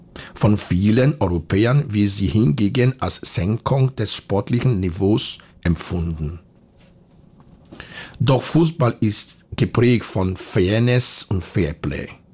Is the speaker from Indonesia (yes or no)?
no; Nigeria; now in Austria; Ein bisschen traurig bin ich übrigens schon, dass Nigeria, das Team meiner alten Heimat, wieder nicht dabei ist.